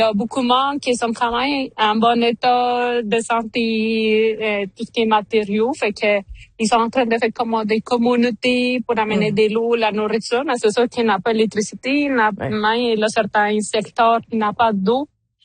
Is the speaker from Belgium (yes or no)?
no; Colombia; moved away as an adult; Je suis 22 ans que je suis sortie de la Colombie.